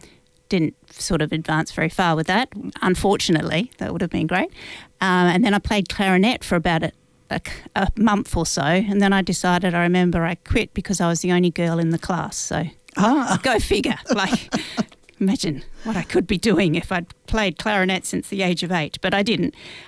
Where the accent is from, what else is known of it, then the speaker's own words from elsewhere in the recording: Port Pirie, South Australia, Australia; I grew up in Port Pirie, which is a town near the Flinders Ranges in South Australia.